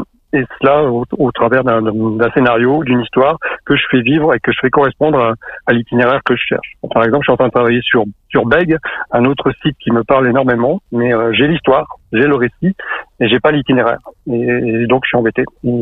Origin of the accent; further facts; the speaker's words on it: Vichy, Auvergne-Rhône-Alpes, France; also born or lived in Bayet (Val de Sioule area); moi, je suis natif de Vichy, mais ma famille était originaire de Bayeux, donc j'ai grandi en partie là-bas.